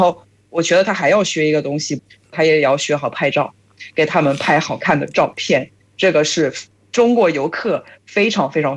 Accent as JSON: {"language": "Chinese", "country": "France", "second_language": "Chinese", "moved": "yes", "said": "我们在法国也是比较热情的"}